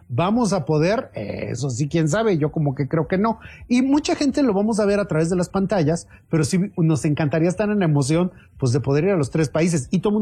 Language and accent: Spanish; Mexico; Pues somos nosotros, porque somos los mexicanos que están allá.